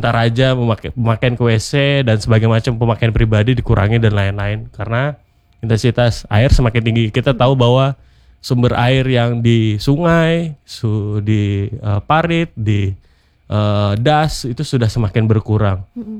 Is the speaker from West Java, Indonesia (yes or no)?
no; Amuntai, South Kalimantan, Indonesia; born there; Kayak contohnya di tempat kelahiran saya di Amuntai, karhutlah besar-besaran di masa itu menyebabkan Amuntai itu terkungkung asap.